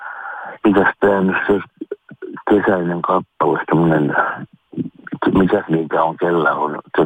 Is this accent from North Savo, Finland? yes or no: no; Pirkanmaa, Finland; now in Kyröskoski, Finland; mä oon kanssa sieltä Keskeristä ollut kotoisin, niin